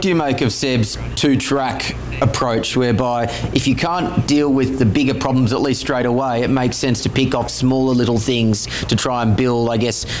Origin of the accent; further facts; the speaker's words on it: Australia; moved away; I come from Australia